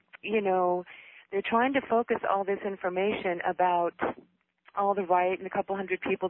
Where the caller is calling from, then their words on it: Eugene, Oregon, United States; I'm calling from Eugene, Oregon.